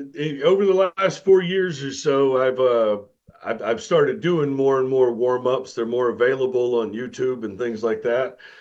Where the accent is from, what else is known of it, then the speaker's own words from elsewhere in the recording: Mississippi, United States; And growing up in Mississippi, I grew up around those kind of crackly records, going through the tours of the Jimmy Rodgers Museum, or, you know, when my granddad would take me to Clarksdale